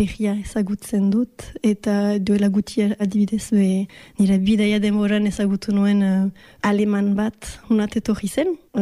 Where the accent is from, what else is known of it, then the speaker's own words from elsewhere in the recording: Bayonne, Nouvelle-Aquitaine, France; moved away as an adult; also born or lived in United States / Bordeaux / New Zealand; Baionan sortu nintzen eta ugoi urte arte Baionan bizi nintzen.